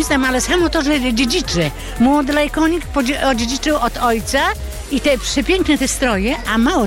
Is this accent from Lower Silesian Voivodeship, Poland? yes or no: yes; Wrocław, Lower Silesian Voivodeship, Poland; Jestem z Wrocławia i nie znam tego.